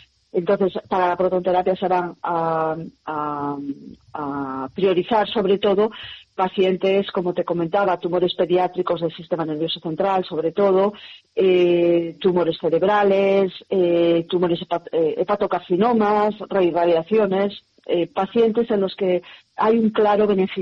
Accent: Verín, Galicia, Spain; moved away as an adult; also born or lived in France; volver a Galicia siempre es fácil. Evidentemente es mi tierra

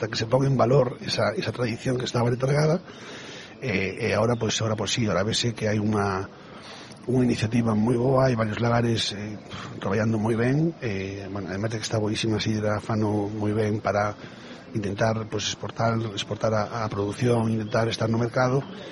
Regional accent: A Estrada, Galicia, Spain; Bueno, eu como estradense creo que a sidra probablemente estuvo aletargada durante moitos anos.

